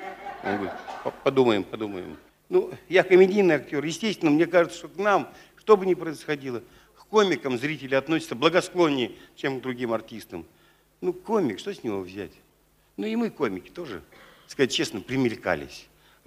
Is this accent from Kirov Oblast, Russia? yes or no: no; Moscow, Russia; Мы, москвичи